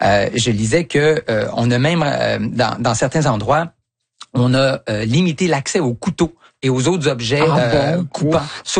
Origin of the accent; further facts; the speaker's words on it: Canada; En fait, avant le conflit, on pouvait même, en tant que Canadien, y aller sans visa.